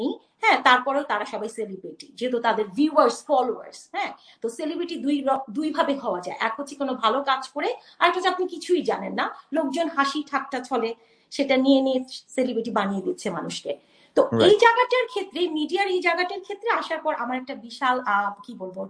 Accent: Bangladesh

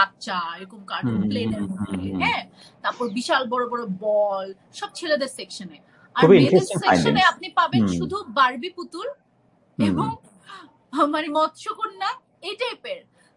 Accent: Dhaka, Dhaka Division, Bangladesh; born there; TSC তে বসে থাকতাম, আমাকে চারুকলায় রেখে আব্বু আম্মু রিহার্সাল করতো, মানে এভাবে আমি বড় হয়েছি ছোটবেলা থেকে।

